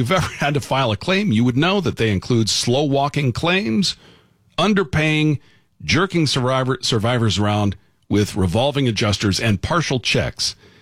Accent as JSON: {"language": "English", "region": "Florida", "country": "United States", "tie": "born or raised there", "moved": "yes", "lives_now": "California, United States", "said": "I come from Florida. I am well-versed in hurricane lore. That's what I grew up with."}